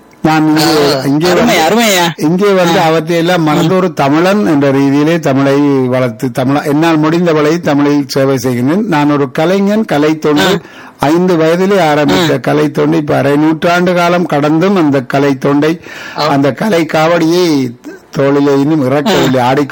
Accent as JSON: {"language": "Tamil", "town": "Jaffna", "region": "Northern Province", "country": "Sri Lanka", "moved": "yes", "lives_now": "Canada", "said": "அது நானும் இலங்கை தானே, நானும் இலங்கை தான் ஐயா."}